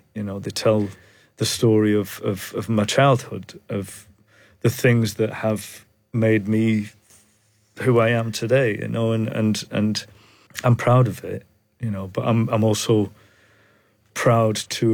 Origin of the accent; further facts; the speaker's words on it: North West England, United Kingdom; moved away; memories of growing up in the Northwest. Memories of coming down to London